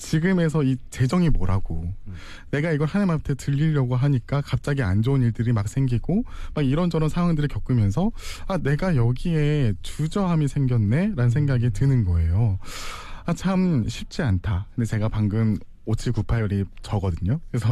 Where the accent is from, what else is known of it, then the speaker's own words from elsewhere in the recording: Gwangju, South Korea; now in Busan, South Korea; 저도 고향은 광주인데